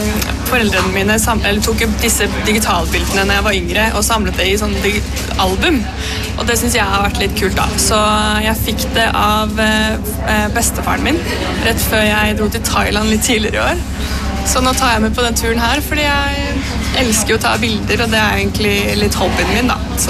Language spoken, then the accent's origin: Norwegian; Oslo, Norway; kommer jeg fra Oslo.